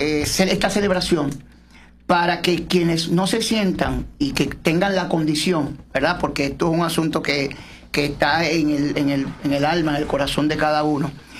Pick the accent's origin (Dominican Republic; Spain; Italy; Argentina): Dominican Republic; Yo como dominicano y criado y desarrollado en esta tierra me sentí sumamente